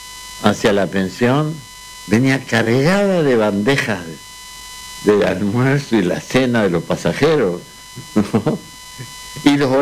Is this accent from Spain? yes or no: no; Guatemala; moved away as an adult; also born or lived in Buenos Aires, Argentina; Yo salí de Guatemala y me metí en Guatepeor cuando me fui a la Argentina